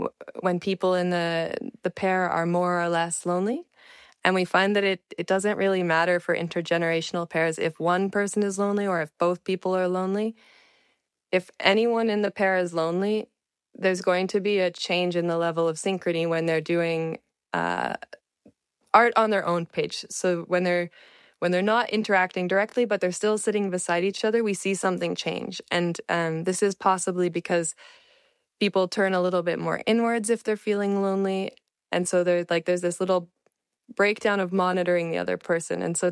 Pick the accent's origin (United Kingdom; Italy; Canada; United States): Canada; I'm from Canada."